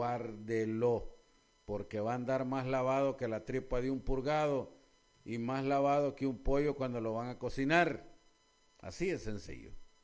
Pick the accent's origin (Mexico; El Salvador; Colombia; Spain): El Salvador; conociendo a mi pueblo, conociendo al salvadoreño